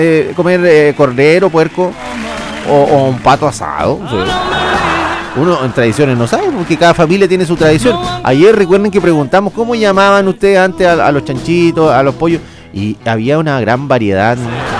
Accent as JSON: {"language": "Spanish", "area": "Chiloé", "region": "Los Lagos", "country": "Chile", "said": "Nosotros acá somos chilotes, cabrón."}